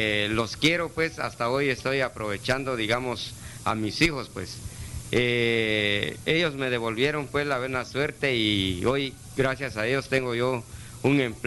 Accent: Santa Rosa de Lima, Santa Rosa, Guatemala; now in Guatemala City, Guatemala; Yo soy nativo, digamos, de Santa Rosa de Lima, vivo en la colonia Maya, zona 18.

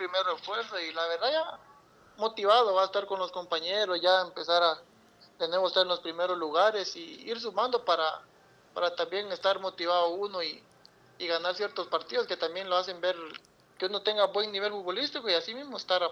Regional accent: Sanarate, El Progreso, Guatemala; Yo soy de la aldea San Miguel Conacaste, ahí en San Arate del Progreso

